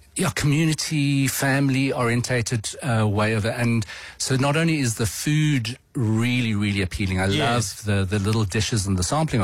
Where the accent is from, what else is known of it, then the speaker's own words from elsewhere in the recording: Pretoria, Gauteng, South Africa; I landed up in Pretoria, growing up in Pretoria, Asian, with a different sexual orientation and with a very funny dress sense.